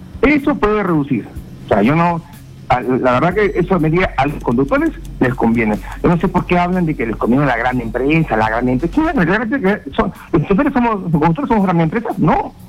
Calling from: Ventanilla, Callao, Peru; llamo de la ciudad de Ventanilla, de Callao.

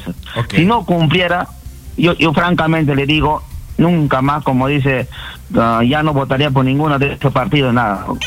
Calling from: Nazca, Ica, Peru; buenos días, Fidel, desde Nazca.

